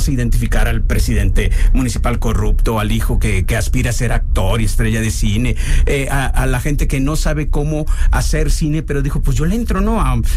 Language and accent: Spanish; Colima, Mexico; Yo soy de Colima, a tus órdenes.